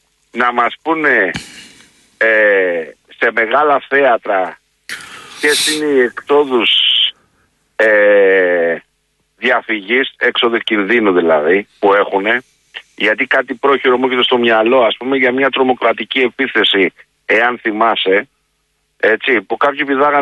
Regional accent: Greece; τη χώρα μου

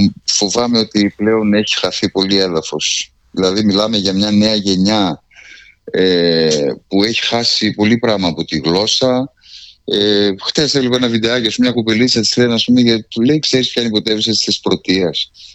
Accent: Kozani, Western Macedonia, Greece; βρεθήκαμε, ας πούμε, σε ένα μπαράκι στην πόλη μου, στην Κοζάνη.

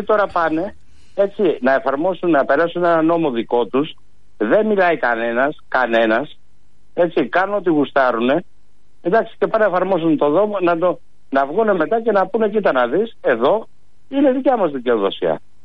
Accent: Western Greece, Greece; Εγώ δεν είμαι, είμαι Μακεδόνας, έτσι. Εγώ είμαι Ακαρνάνας.

